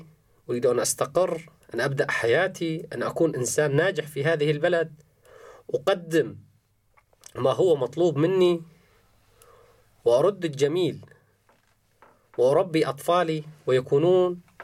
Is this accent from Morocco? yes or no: no; Syria; moved away as an adult; خوفي عليهم في سوريا وخاصة مدينتي